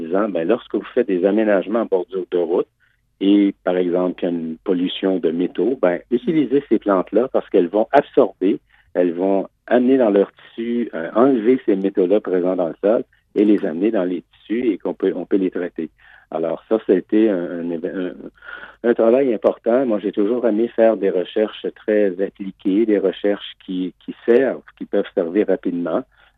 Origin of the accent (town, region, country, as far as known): Canada